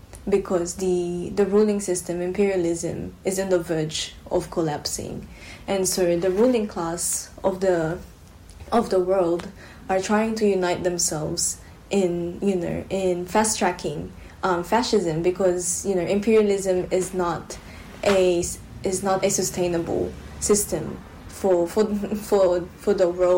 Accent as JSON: {"language": "English", "country": "Philippines", "moved": "yes", "lives_now": "Australia", "said": "as settlers in societies like Australia, or so-called Australia, our main call is to, you know, go back to the Philippines as Filipino diaspora"}